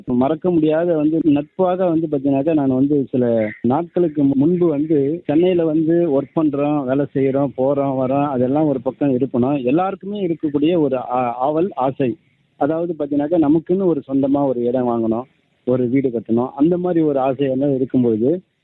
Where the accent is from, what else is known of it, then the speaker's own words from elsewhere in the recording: Viluppuram district, Tamil Nadu, India; now in Chennai, India; நான் வந்து சென்னையில இருந்து … சென்னை வந்து இப்ப நம்ம வாழ்வாதாரத்தை தேடி வந்திருக்கிற இடமா இருக்கிறது. சொந்த ஊர்ன்னு சொல்லக்கூடிய இடம் வந்து பாத்தீங்கன்னா விழுப்புரம் மாவட்டம் கண்டாச்சிபுரம் வட்டம் அடுக்கம் கிராமம், இதுதான் என்னுடைய சொந்த ஊர்.